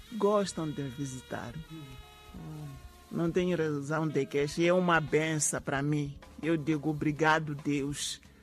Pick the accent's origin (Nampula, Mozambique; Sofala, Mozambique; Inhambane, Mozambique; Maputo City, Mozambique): Inhambane, Mozambique; now in Maputo, Mozambique; Eu não nasci aqui em Maputo. Nasci em Inhambane. Eu faço aqueles pratos de lá típicos da minha terra.